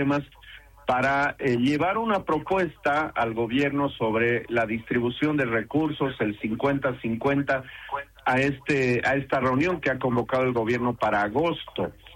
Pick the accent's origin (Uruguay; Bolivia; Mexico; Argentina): Bolivia; La Paz